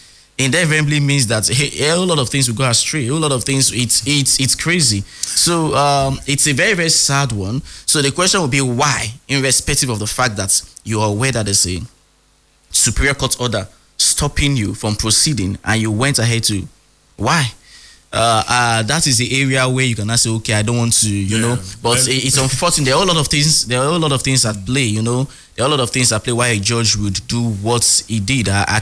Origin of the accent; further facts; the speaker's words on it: Rivers, Nigeria; I'm from River State, and I'm proud. I'm coming from River State